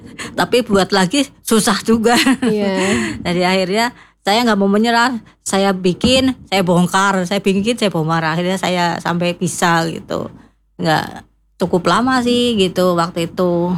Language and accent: Indonesian; Banyumas, Central Java, Indonesia; Saya dari Desa Singasari, RT1 RW9, Kecamatan Karangluas, Kabupatennya Banyumas, Jawa Tengah.